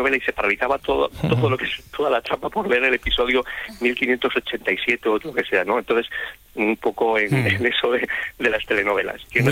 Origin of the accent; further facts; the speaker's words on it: Castile and León, Spain; now in Alcalá, Spain; Mira, estoy en Alcalá, es un culebrón ya en sí, pero yo soy de Tortores de Gueva, de Burgos, y te mando un saludo de nuestra tierrilla.